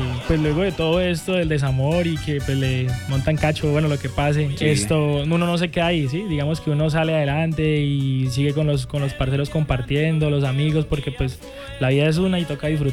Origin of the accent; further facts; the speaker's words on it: Huila, Colombia; also born or lived in Cúcuta; Entonces nosotros venimos de Cúcuta. Prácticamente, pues, nací allá, pero toda la vida he vivido aquí en el Huila.